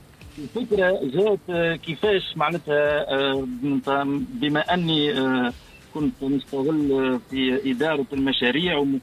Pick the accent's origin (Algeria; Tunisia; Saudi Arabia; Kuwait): Tunisia; Monastir, Monastir Governorate; moved away as an adult; now in Belgium; هي مدينتي وولدت فيها وكبرت فيها وطريت فيها، ومن موقع إقامتي في بلجيكا